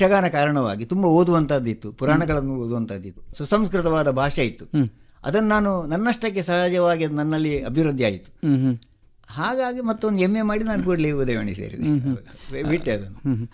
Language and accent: Kannada; Padubidri, Karnataka, India; ಕುಂಜೂರು ಅಥವಾ ಎಲ್ಲೂರು ಗ್ರಾಮದ ಕುಂಜೂರು. ಪಡುಬಿದ್ರಿಯಲ್ಲಿ ನನ್ನ ಅಜ್ಜನ ಮನೆ ದೊಡ್ಡ ಜಮೀನ್ದಾರರವರು. ಹೌದೌದು, ಆ ಜಮೀನ್ದಾರರ ಮನೆಯಲ್ಲಿ ಒಬ್ಬ ಮೊಮ್ಮಗನಾಗಿ ನಾನು ಹುಟ್ಟಿ ಬೆಳೆದವು. ಬಹುತೇಕ ನನ್ನ ಬಾಲ್ಯ ಅಲ್ಲೇ ಕಳೆಯಿತು, ಪಡುಬಿದ್ರಿಯಲ್ಲೇ ಕಳೆಯಿತು.